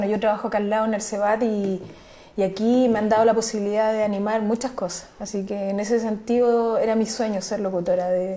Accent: Santiago, Santiago Metropolitan Region, Chile; tengo muy buenos recuerdos de mi infancia, de mi niñez allá en Santiago, lo pasé muy bien, disfruté a concho mi niñez

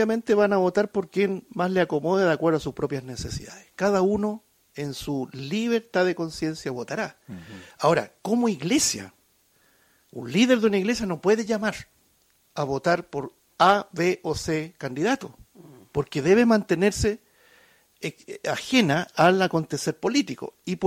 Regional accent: Chile; somos chilenos, nacimos aquí

